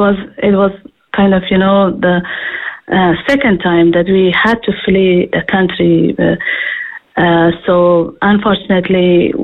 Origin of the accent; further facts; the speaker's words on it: Afghanistan; moved away as an adult; now in Ireland; I'm originally from Afghanistan.